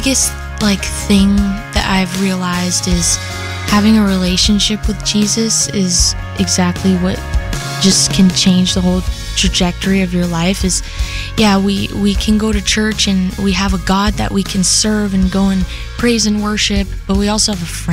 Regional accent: Hawaii, United States; moved away; I was born and raised in Hawaii, grew up in a lot of dysfunction and abuse. I was taken by Child Protective Services when I was 7 years old.

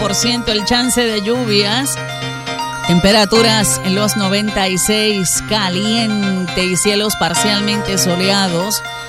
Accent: Puerto Rico; mi tierra de Puerto Rico

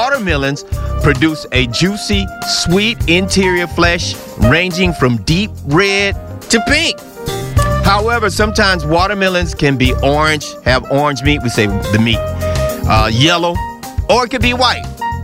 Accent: Miami, Florida, United States; Growing up in Miami, we ate watermelon and sugarcane until we were sick.

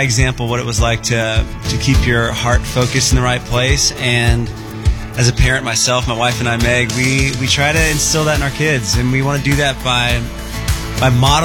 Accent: Atlanta, Georgia, United States; We're both from Atlanta, so we're, you know, relatively local to each other

